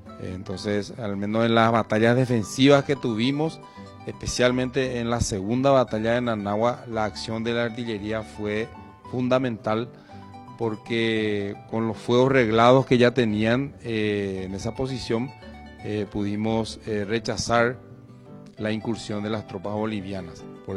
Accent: Paraguay

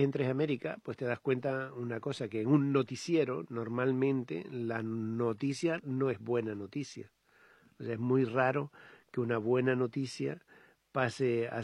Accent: Canary Islands, Spain; moved away; Claro, yo soy de las Islas Canarias, hace ya mucho que salí de vivir allí de forma estable, ¿no?

